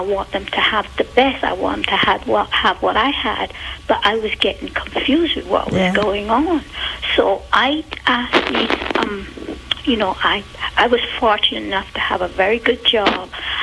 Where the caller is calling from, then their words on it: Montgomery, Alabama, United States; I'm from Montgomery, Alabama.